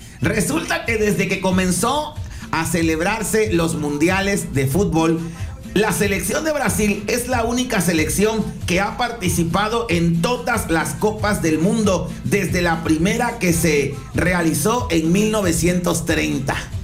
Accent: Mexico; Aquí los mexicanos, mismo, nos complicamos la vida.

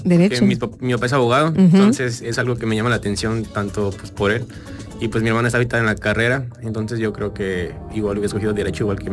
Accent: Texcoco, State of Mexico, Mexico; moved away as an adult; also born or lived in Cuernavaca, Morelos; Yo nací en Cuernavaca, Morelos, pero desde los 4 años vivo en el Estado de México, justo en Texcoco, donde jugó Carlos, entonces pues el clima ya sí es frío.

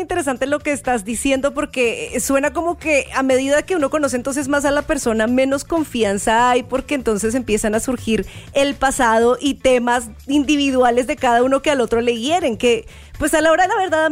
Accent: Colombia; now in Mexico City, Mexico; yo vengo de Colombia

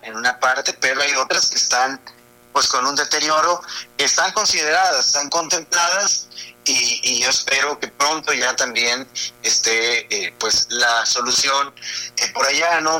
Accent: Hermosillo, Sonora, Mexico; also born or lived in Mexico City; Soy de Hermosillo. Tengo una trayectoria, viví 11 años en la Ciudad de México, regresé a Sonora por invitación del gobernador.

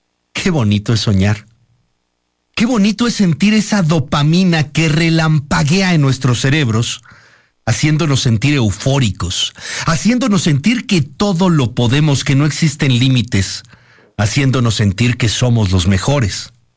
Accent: Mexico; ¿Y si sí nos diéramos cuenta de que somos más los mexicanos buenos que los mexica

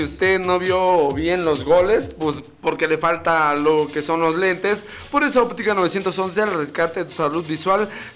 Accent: Mexico; muchísima gente, de última hora, como somos los mexicanos, ¿no?

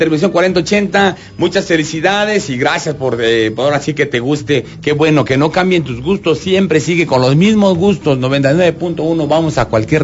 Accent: Mexico; y pues yo la verdad soy muy mexicano, soy orgullosamente mexicano

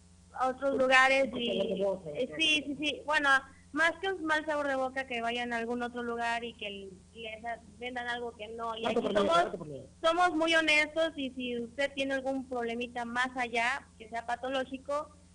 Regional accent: Tonalá, Jalisco, Mexico; somos de aquí, de Tonalá, somos del pueblo y nos gusta ayudar, la verdad.

